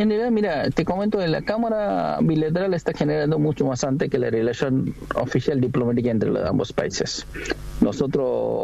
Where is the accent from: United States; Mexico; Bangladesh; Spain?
Bangladesh; now in Argentina